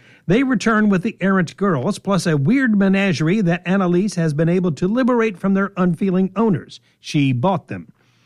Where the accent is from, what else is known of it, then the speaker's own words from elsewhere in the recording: Daytona Beach, Florida, United States; also born or lived in Alabama; Jen Turano lives in Ormond Beach, Florida, just north of Daytona Beach, my hometown, while Jenny Erlichson is an Alabama-born author, the state where I've lived for 53 years